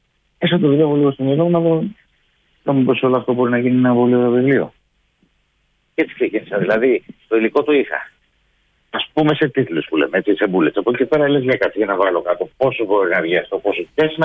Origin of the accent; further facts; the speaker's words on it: Argos, Peloponnese, Greece; Αλλά το χωριό που έχουν γίνει τα γυρίσματα είναι η Καριά Αργολίδος και από εκεί κατάγομαι. Εγώ μεγάλωσα στο Άργος